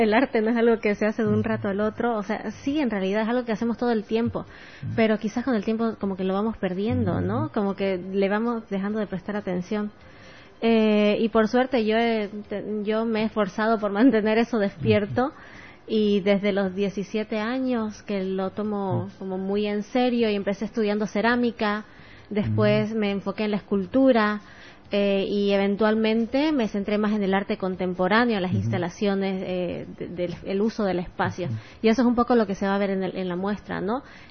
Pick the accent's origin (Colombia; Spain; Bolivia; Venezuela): Bolivia; Santa Cruz de la Sierra, Santa Cruz; moved away as an adult; also born or lived in Argentina